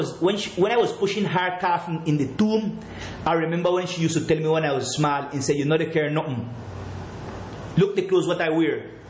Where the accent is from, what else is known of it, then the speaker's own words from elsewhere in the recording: Providence, San Andrés and Providencia, Colombia; English is a second language; say I am from Providence. My dwelling is Providence. And well, I got a house there in the mainland city, Colombia.